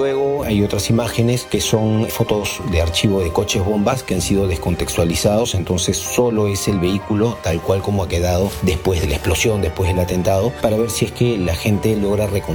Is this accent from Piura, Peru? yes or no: no; Lima, Peru; nací el 21 de diciembre de 1972 en Lima. Mi infancia la pasé en San Isidro hasta finales de los 80, que fue cuando me mudé a La Molina.